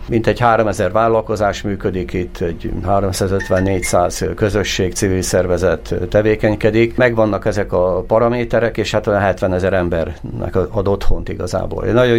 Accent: Győr-Moson-Sopron, Hungary; örülünk neki egyébként ott a Rába közben, ami az én szülőföldem

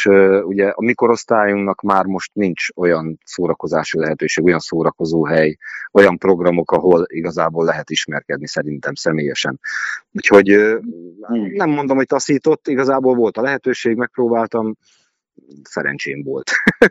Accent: Gyomaendrőd, Békés, Hungary; now in Békésszentandrás, Hungary; Nagyon szerettem Gyomendrődön is, hiszen én ott nőttem föl, tehát én 26 és fél évet ott Gyomendrődön dolgoztam, vonultam.

